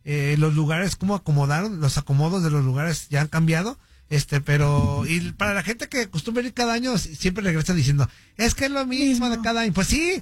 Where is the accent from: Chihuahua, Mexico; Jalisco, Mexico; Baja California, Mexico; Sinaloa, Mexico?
Jalisco, Mexico; Guadalajara; porque para los que somos tapatíos, a mí sí me emociona el tema de las fiestas de octubre